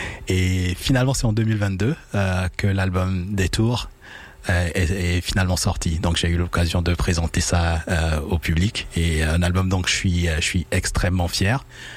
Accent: Benin; Je suis d'origine, je suis originaire du Bénin.

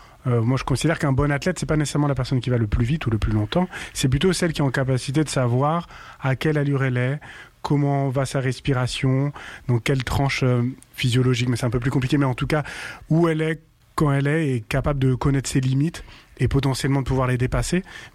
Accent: France; also born or lived in Ethiopia / La Chapelle-sur-Erdre, Loire-Atlantique; Ok, j'ai 36 ans. Donc, je suis né en 1990. Je suis né en Éthiopie, mais j'ai grandi en France depuis l'âge de mes 2 ans.

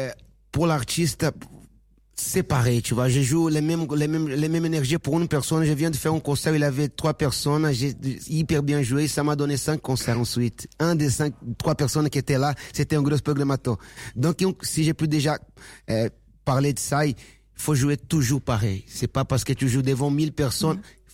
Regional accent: Brazil; French is a second language; moved away; c'est seulement parce que je viens de Brésil?

